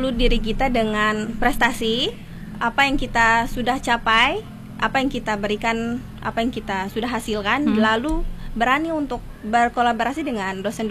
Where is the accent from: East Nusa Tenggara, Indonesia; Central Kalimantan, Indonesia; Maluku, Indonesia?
Maluku, Indonesia; Ketika saya berani untuk menyampaikan kondisi kualitas pendidikan di daerah saya sendiri, dan di mana saya menarik perhatian teman-teman Pulau Jawa, yang mereka tuh sebelumnya tidak tahu Maluku tuh seperti apa.